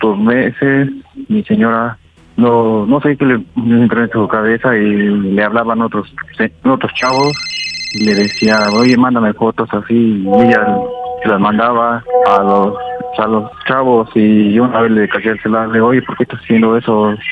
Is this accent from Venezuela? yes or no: no; Tlaxcala, Mexico; Tengo 29 años, soy de Acuplarilco, Tlaxcala.